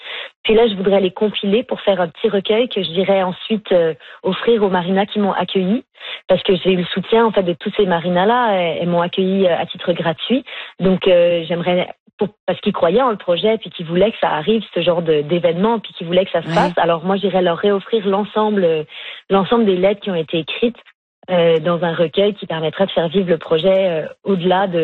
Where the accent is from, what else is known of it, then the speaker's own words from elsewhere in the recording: Montreal, Quebec, Canada; also born or lived in Rimouski / Brittany; J'ai grandi au Québec et puis à Montréal, en fait